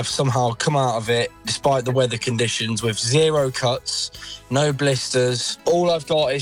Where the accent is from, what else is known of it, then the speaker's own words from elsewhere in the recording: Stourport-on-Severn, West Midlands, United Kingdom; I'm from Starport-on-Severn in Worcestershire.